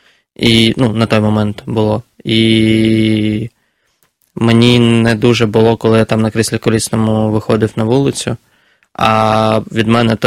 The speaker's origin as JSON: {"language": "Ukrainian", "town": "Kharkiv", "region": "Kharkiv Oblast", "country": "Ukraine", "said": "Я харків'янин, і Харків, він дуже близький, 30 кілометрів до кордонів з Росією."}